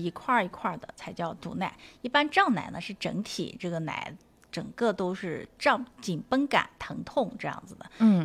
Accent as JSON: {"language": "Chinese", "country": "China", "said": "我们中国人坐月子是要吃米酒的"}